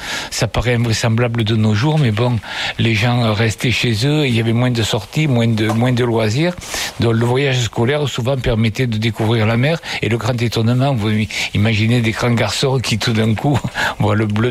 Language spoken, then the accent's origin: French; Saint-Rome-de-Tarn, Occitanie, France; born there; moved away as an adult; also born or lived in Saint-Affrique / Rodez / Alpes-Maritimes; j'ai connu Saint-Rome, j'avais 6 ans, c'était en 1950, donc j'ai fait ma scolarité ici à Saint-Rome, puis à Sainte-Afrique et à Rhodes, puis comment dirais-je, le travail m'a amené sur la côte d'Azur, dans les Alpes-Maritimes, ce n'est qu'à la retraite que j'ai retrouvé Saint-Rome en 1982